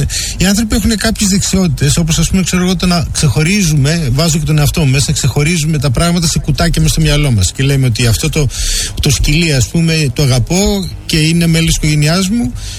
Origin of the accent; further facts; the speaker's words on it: Epirus, Greece; εγώ κατάγομαι από την Ήπειρο